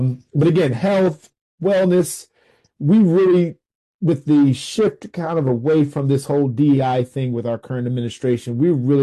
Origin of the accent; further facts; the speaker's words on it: Washington, District of Columbia, United States; No, sir. I'm here from your nation's capital. I'm from Washington, D.C.